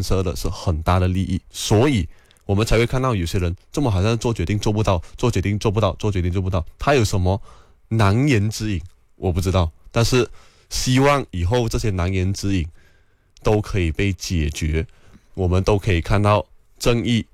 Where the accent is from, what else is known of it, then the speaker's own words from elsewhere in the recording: Malaysia; 就是其实作为马来西亚人我们都多少都会知道这样一点的情况